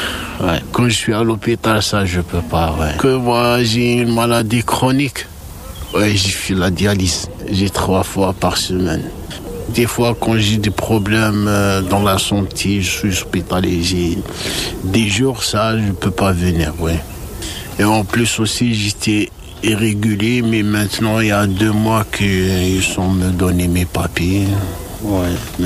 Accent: Algeria; French is a second language; Algérien.

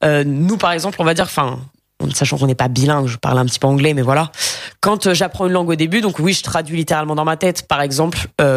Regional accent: France; first language French; Moi, je suis native française, évidemment. Je suis pas trop mauvaise en langue

